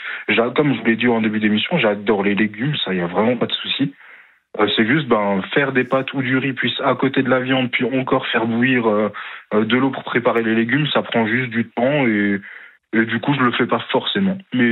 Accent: Grand Est, France

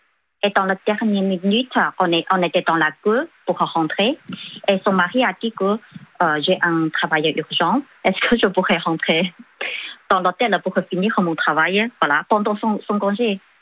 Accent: China; French is a second language; moved away; chez nous, en Chine

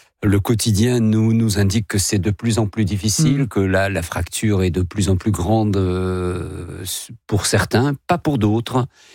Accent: Algiers, Algeria; born there; moved away; quand on a quitté l'Algérie précipitamment en 62

